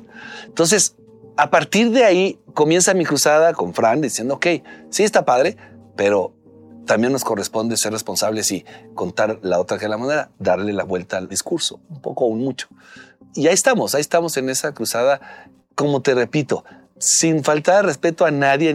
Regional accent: Mexico

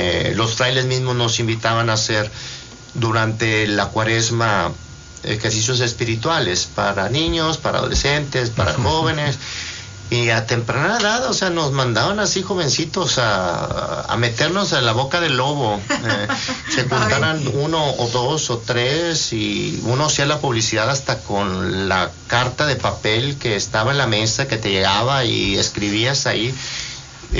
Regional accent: Guadalupe, Nuevo León, Mexico; moved away; also born or lived in Monterrey; Yo crecí en una comunidad en donde por primera vez llegaron los frailes a esa comunidad. Periferia de Monterrey, nací en Monterrey, posteriormente nos movemos hacia una periferia, Guadalupe, Nuevo León

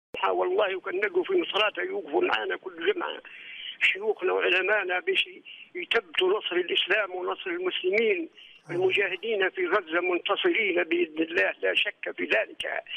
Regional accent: Libya; وإن شاء الله ربي يصلح بلادنا ليبيا، وإن شاء الله ربي يرفع راية ليبيا

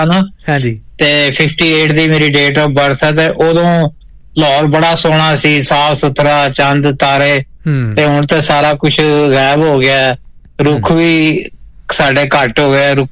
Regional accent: Punjab, Pakistan; ਸਾਡੇ ਪਾਸੇ ਜਿਹੜਾ ਸਾਡਾ ਪਾਕਿਸਤਾਨੀ ਪੰਜਾਬ ਹੈ ਨਾ ਉਹ ਤੇ ਇੱਕ ਬੜਾ ਓਵਰ ਪਾਪੂਲੇਟਡ ਹੋ ਗਿਆ

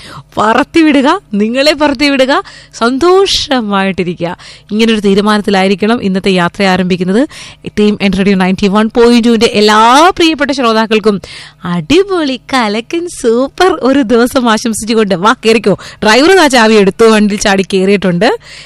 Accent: Karunagappally, Kerala, India; നമ്മൾ കരുതാപ്പള്ളിക്കാരുടെ ഒരു പ്രത്യേകത

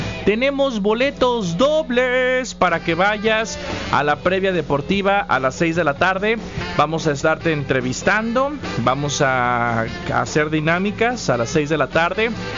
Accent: Tampico, Tamaulipas, Mexico; soy de allá de Tampico Hermoso.

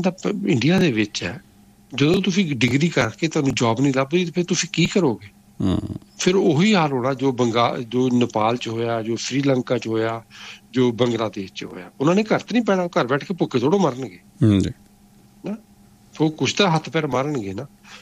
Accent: Jalandhar, Punjab, India; ਤੇ ਮੇਰਾ ਪਿੰਡ ਜਲੰਧਰ ਦੇ ਲੱਗਿਆ, ਅਸੀਂ ਉੱਥੇ ਜਲੰਧਰ ਵਗੈਰਾ ਦੇ ਲਵਾ ਰਹੇ ਹਾਂ

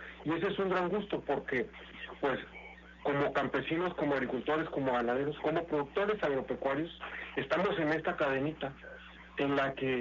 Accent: Mexico

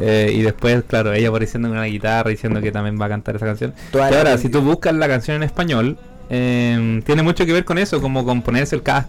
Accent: Chile

